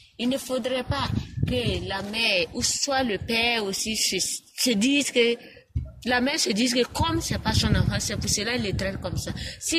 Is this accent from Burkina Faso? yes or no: yes; Burkina Faso; Chez nous au Burkina Faso, surtout en Afrique